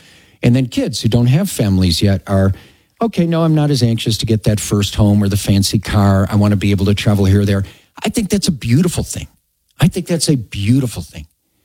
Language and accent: English; Chicago, Illinois, United States; now in Colorado, United States; Thank God every day that I'm here from Chicago. I'm so grateful that I won an Evans Scholarship and they sent me to CU Boulder and I get to live in Colorado.